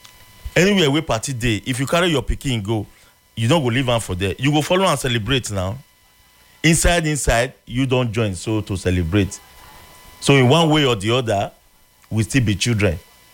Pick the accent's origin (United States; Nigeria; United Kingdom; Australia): Nigeria; what thing this Children's Day really mean to us as a Nigerian, to our children.